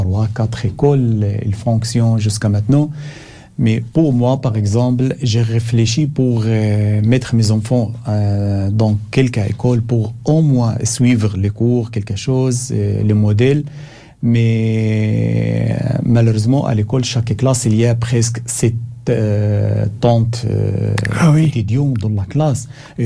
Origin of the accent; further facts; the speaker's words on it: Gaza Strip, Palestine; moved away as an adult; now in Belgium; je suis palestinien, je suis venu de Gaza, mes enfants jusqu'à maintenant à Gaza.